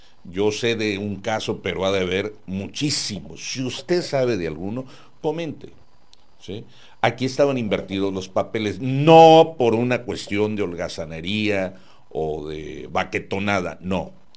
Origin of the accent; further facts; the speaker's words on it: Mexico; quienes nos sentimos muy arraigados en el sentido de la mexicanidad